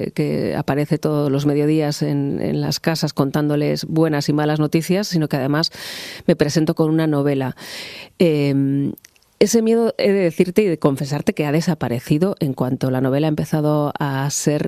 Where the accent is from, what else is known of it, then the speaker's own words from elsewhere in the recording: Pamplona, Falces, Navarre, Spain; uno a mi tierra, a Pamplona, a Navarra, a Falces